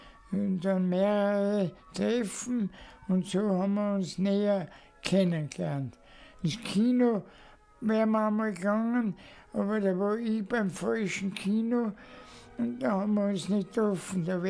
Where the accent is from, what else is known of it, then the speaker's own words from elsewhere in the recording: Innsbruck, Tyrol, Austria; Ich bin auch in Innsbruck direkt am Waldrand aufgewachsen